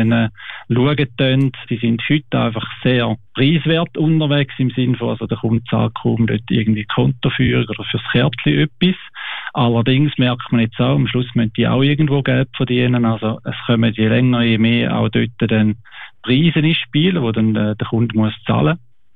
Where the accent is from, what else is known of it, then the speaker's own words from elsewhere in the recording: Wilchingen, Schaffhausen, Switzerland; Mein Vater ist von Helsinki. Schon lange aber in der Schweiz und meine Mutter ist von Wilchingen. Wir sind in Wilchingen aufgewachsen.